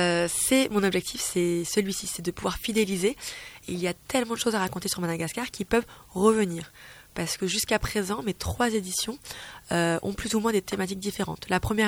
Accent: France; Moi, j'ai la double culture. Je suis née et j'ai grandi en France, mais mes deux parents sont malgaches.

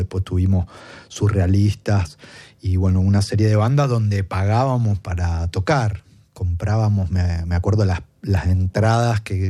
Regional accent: Argentina; moved away as an adult; now in France; como todo argentino, como todo latino

